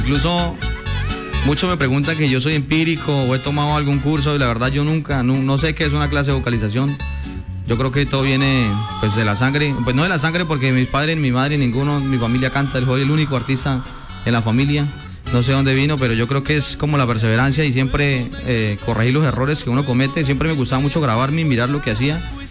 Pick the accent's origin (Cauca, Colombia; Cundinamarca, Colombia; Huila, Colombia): Huila, Colombia; Pitalito; also born or lived in Bogotá; De Pitalito, Huila. Yo vivo en Pitalito.